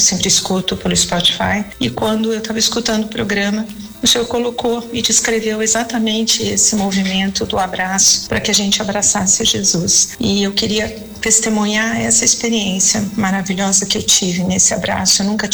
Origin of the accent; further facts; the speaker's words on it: Campinas, São Paulo, Brazil; sou de Campinas